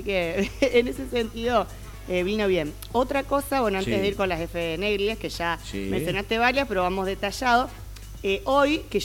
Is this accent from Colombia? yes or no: no; Argentina; viste que así somos los argentinos.